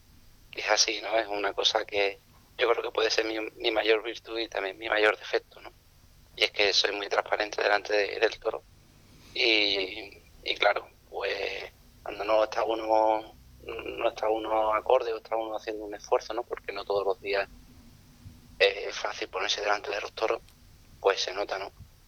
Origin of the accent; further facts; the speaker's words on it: Andalusia, Spain; moved away; Porque Cádiz es mi tierra, Cádiz es donde yo me he hecho torero, ¿no? Aunque muy joven tuve que salir de allí